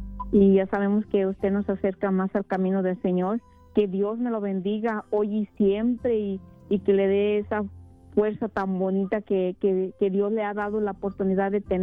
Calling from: San Diego, California, United States; yo soy de San Diego, acuérdese, vivo en San Diego, California.

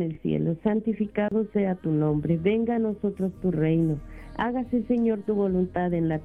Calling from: Harlingen, Texas, United States; de Harlingen, Texas.

